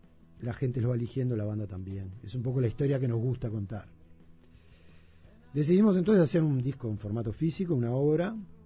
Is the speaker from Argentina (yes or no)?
no; Montevideo, Uruguay; Yo vivía cerca de ahí. Como niño me crié en Villa Dolores.